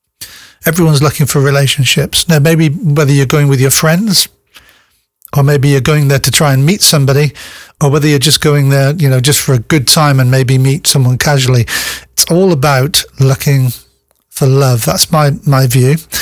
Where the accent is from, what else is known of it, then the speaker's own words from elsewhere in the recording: Plymouth, South West England, United Kingdom; born there; But I was born in Plymouth, so I'm a Janner, but I've lived in Plymouth most of my life since I was 18.